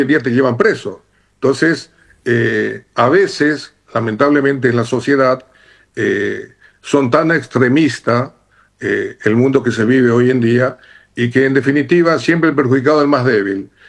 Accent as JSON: {"language": "Spanish", "town": "Luque", "region": "Central", "country": "Paraguay", "said": "Y las tres entidades que más facturan no pagan impuestos en mi país, en este caso en Luque."}